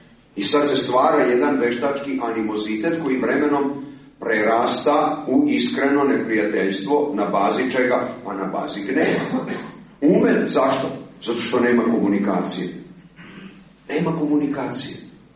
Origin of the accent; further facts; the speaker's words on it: Vojvodina, Serbia; Što kažu kod nas u Vojvodini, ja drumom, on šorom.